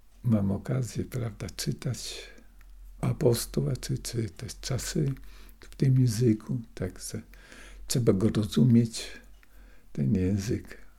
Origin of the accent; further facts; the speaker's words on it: Supraśl, Podlaskie Voivodeship, Poland; born there; first language Russian; Polish is a second language